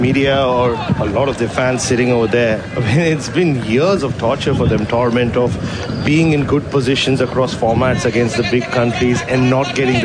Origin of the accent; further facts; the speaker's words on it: England, United Kingdom; the pessimism which comes from being English